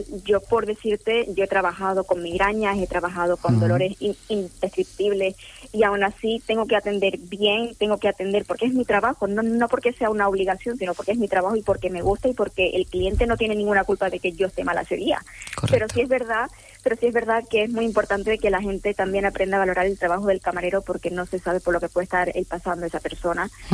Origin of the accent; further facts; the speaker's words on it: Canary Islands, Spain; Canarias, que bueno, es la parte que me toca a mí también, porque al final soy canaria y tengo que tirar siempre a la tierra.